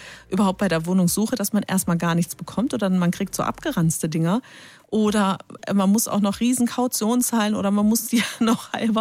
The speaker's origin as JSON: {"language": "German", "town": "Speyer", "region": "Rhineland-Palatinate", "country": "Germany", "said": "Ich komme ja aus Speyer"}